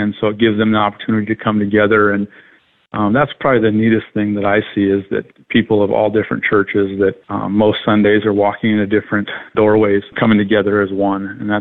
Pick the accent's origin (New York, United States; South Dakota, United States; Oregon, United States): South Dakota, United States; moved away; I grew up in South Dakota with Hills Alive, large Christian festival in Rapid City